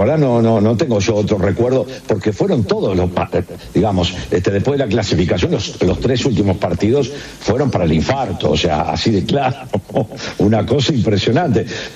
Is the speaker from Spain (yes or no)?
no; Argentina; Soy argentino, ¿cómo no voy a ser un director técnico desde casa?